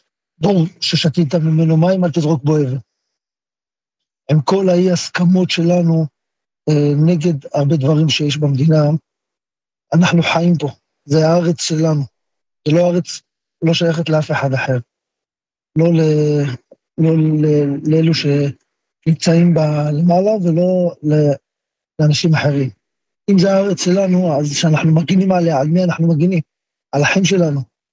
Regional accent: Bnei Brak, Tel Aviv District, Israel; אני גדלתי בבית, גם אחרי שהתגייסתי, אמרו לי, אל תבוא לבית עם מדים, אל תבוא לבני ברק עם מדים

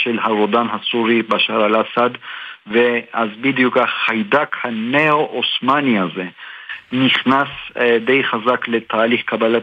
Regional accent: Turkey; moved away as an adult; now in Israel; אני מן הסתם גדלתי שם וחייתי שם 22 שנה.

